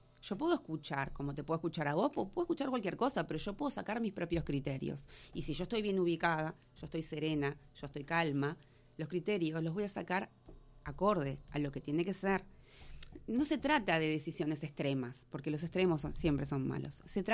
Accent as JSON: {"language": "Spanish", "region": "Montevideo", "country": "Uruguay", "moved": "as an adult", "said": "Yo soy de Montevideo. Hace 4 años, cuando dejé mi Montevideo, voy ahora y no lo conozco."}